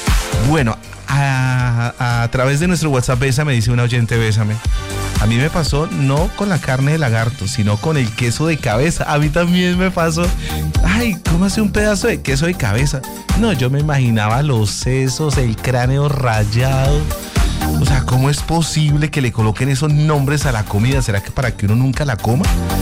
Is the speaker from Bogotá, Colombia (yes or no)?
no; Bucaramanga, Santander, Colombia; yo soy de Bucaramanga